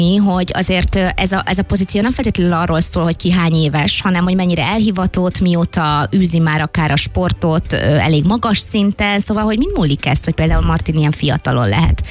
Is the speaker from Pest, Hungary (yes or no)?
yes; Dunaharaszti, Pest, Hungary; én Dunaharasztin nőttem fel még ilyen kis picit totyogósként